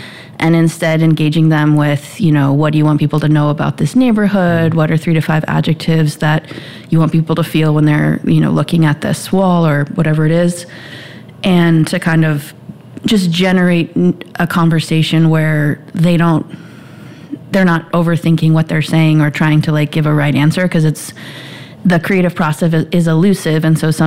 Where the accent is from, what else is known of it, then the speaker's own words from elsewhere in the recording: Illinois, United States; also born or lived in Hawaii; now in Indianapolis, United States; I grew up near Chicago